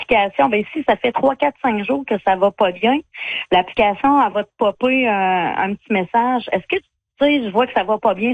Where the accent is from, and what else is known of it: La Pocatière, Quebec, Canada